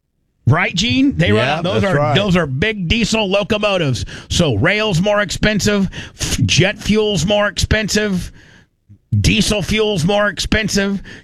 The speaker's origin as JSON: {"language": "English", "country": "United States"}